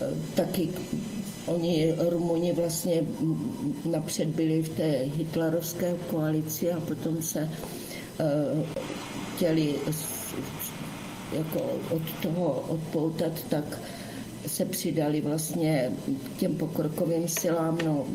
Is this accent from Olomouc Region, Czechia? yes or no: yes; Hranice, Olomouc Region, Czechia; born there; also born or lived in Hanušovice; protože jsem se narodila v Hranicích